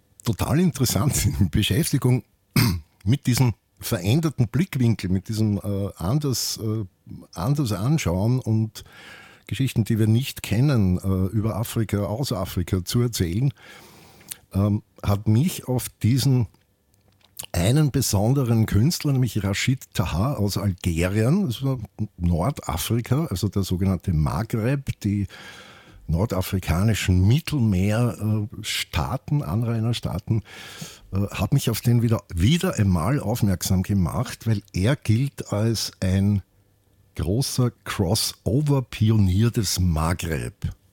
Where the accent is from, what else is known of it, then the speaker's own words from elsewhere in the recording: Austria; weil so tanzt man auch bei uns in Österreich, wenn man in die 70er Jahre Jugendlicher war und im alten Mark sich aufgehalten hat.